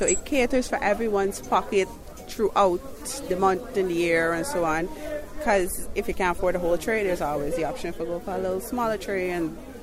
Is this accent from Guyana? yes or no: yes; Georgetown, Demerara-Mahaica, Guyana; I'm originally from Georgetown, South Roundabout, but my farm is located Kurukuru under the Nansuzaik Highway.